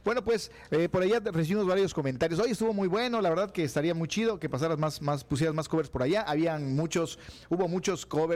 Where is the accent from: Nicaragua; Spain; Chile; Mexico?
Mexico; nosotros como mexicanos